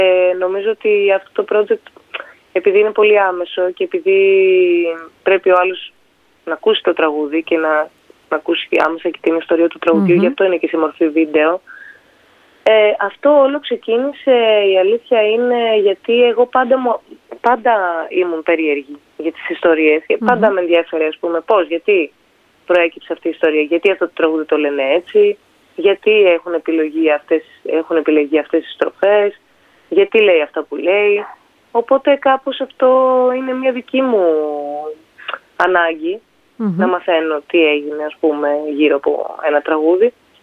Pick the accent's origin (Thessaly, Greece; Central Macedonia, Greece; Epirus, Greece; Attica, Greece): Attica, Greece; Athens; εγώ έχω γεννηθεί, έχω μεγαλώσει στην Αθήνα, οπότε θεωρώ τον εαυτό μου περισσότερο Αθηναία από οτιδήποτε άλλο.